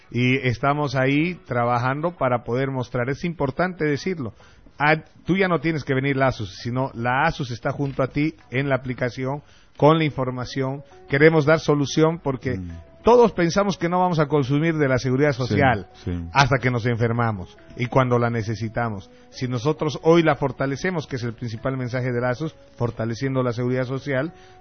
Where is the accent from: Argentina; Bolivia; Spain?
Bolivia; Santa Cruz de la Sierra, Santa Cruz; born there; also born or lived in Sucre; Yo soy nacido en Sucre, pero he salido bachiller acá, he estudiado medicina aquí en Santa Cruz. Soy un cruceño más.